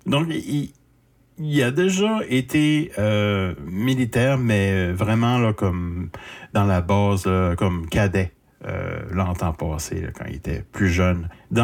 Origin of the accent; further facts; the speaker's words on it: Shippagan, New Brunswick, Canada; un groupe de jeunes originaires de Sheepagan, Nouveau-Brunswick, ma ville natale.